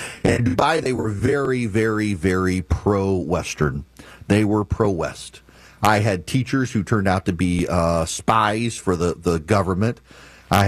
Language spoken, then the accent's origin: English; Dubai, United Arab Emirates; Now, this makes me happy because, you know, I grew up in Dubai.